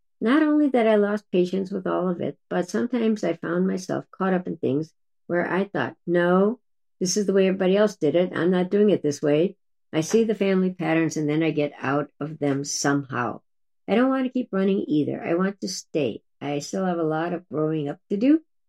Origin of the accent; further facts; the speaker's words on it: Canada; I'm Canadian and I need butter.